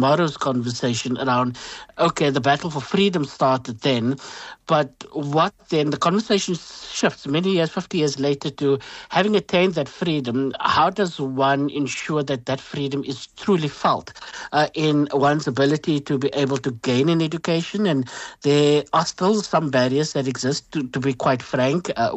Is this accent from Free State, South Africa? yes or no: no; Bonteheuwel, Western Cape, South Africa; you cannot treat me differently because I grew up in Bonteville or because my skin is slightly browner than, you know, somebody who lives in the shade of Table Mountain.